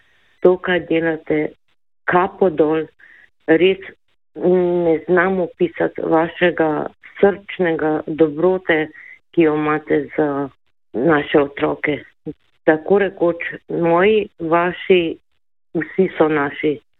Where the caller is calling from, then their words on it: Turnišče, Mura, Slovenia; iz Turniš, stara sem 62 let.